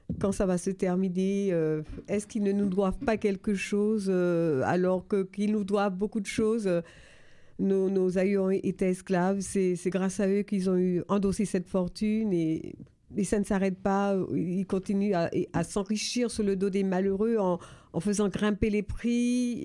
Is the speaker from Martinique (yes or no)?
yes; Martinique; chez nous en Martinique.